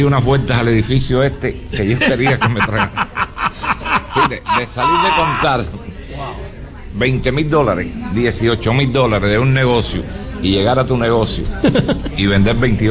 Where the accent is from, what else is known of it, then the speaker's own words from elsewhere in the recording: Pinar del Río, Cuba; moved away as an adult; decirte que unos pinareños yo lo llevo con honor. Te digo, donde yo llego, yo digo que soy de Pinar del Río.